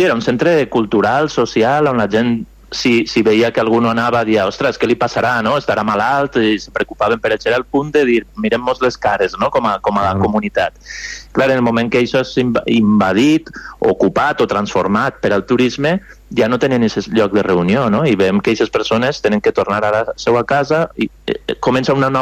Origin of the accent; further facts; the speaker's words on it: Valencia, Valencian Community, Spain; nosaltres que som de València